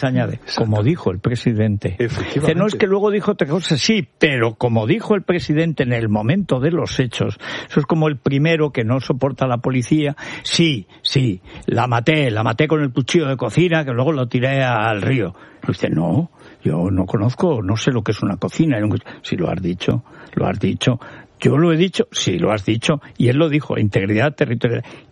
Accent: Teruel, Aragon, Spain; tiendo a creérmela, porque soy de Teruel, soy básico.

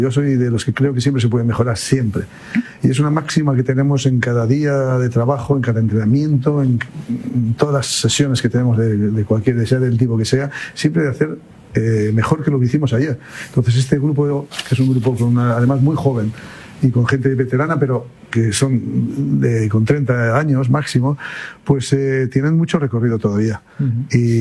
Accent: Spain; No, pues nosotros somos los 26 españoles, eran los 26 y son los 26 españoles, que eso es lo que nos da mucha fortaleza.

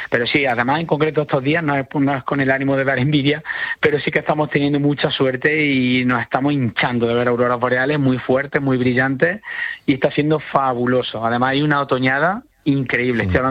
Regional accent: Jaén, Andalusia, Spain; yo en concreto que soy de Jaén

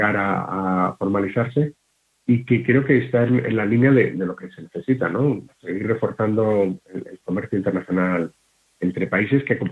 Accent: Spain; Pues yo, mi sueño como español y medio australiano es que permita acercar dos países que estamos condenados a entendernos.

